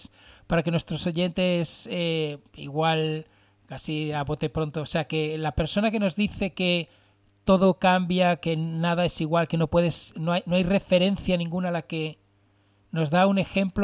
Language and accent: Spanish; Valencian Community, Spain; Ambos somos valencianos, mediterráneos.